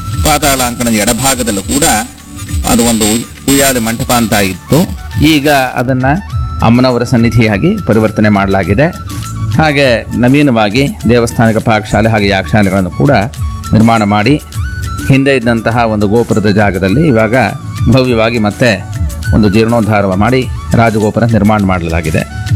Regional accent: Mysuru district, Karnataka, India; now in Mysuru, India; ಇಲ್ಲೇ ಶ್ರೀಕೋಟೆ ತಾಲೂಕಿನ ಕೇಬಳತೂರು ಗ್ರಾಮದವರು. ಇರೋದಿವ ವಾಸ ಮೈಸೂರಿನಲ್ಲಿ.

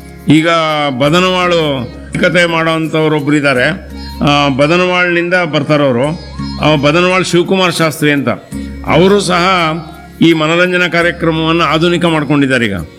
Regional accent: Karnataka, India; ನಮ್ಮೂರಿನಲ್ಲಿ ಇದು ದೇವಾಲಯಗಳ ಊರು ಅಂತ ಹೇಳ್ಬೋದು ತೆರಣಿಮಂಟಿ

